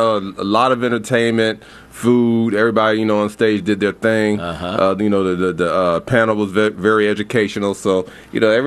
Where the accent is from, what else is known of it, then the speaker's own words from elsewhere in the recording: the South, United States; now in Philadelphia, United States; I'm also a Southerner.